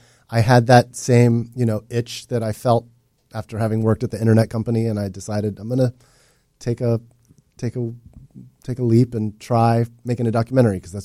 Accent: United States; I love America, I'm an American

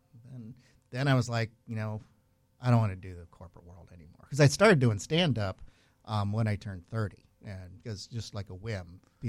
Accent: New Smyrna, Florida, United States; also born or lived in Panama City; No, I all over Florida, actually. I was born in Panama City.

